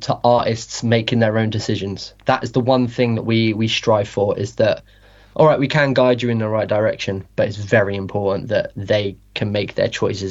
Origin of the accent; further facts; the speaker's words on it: South West England, United Kingdom; I grew up in Cornwall, so we had music where you just put four bands on, no matter what they play.